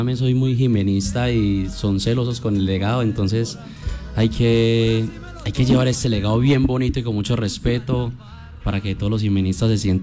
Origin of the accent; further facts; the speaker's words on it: Medellín, Antioquia, Colombia; Bueno, vivo en la ciudad de Medellín.